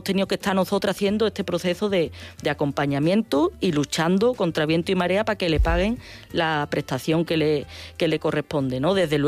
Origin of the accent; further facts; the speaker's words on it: Escacena del Campo, Andalusia, Spain; en mi pueblo Escacena del Campo nos pasó, ¿no? No podemos seguir manteniendo estos modelos, y ya hablando de Huelva